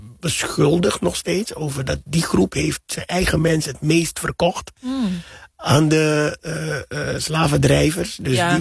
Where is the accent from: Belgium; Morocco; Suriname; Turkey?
Suriname; now in Netherlands; Ik ken geen cabaret, ik kom uit Suriname, ik ken geen cabaret zoals Nederland het kent